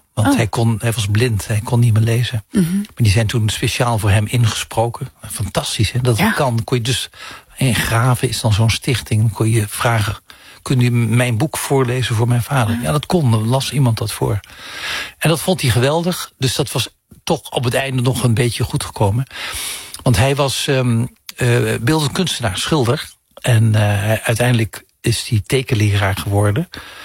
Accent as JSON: {"language": "Dutch", "town": "Heerlen", "region": "Limburg", "country": "Netherlands", "said": "Ik kom uit Zuid-Limburg, uit Heerlen."}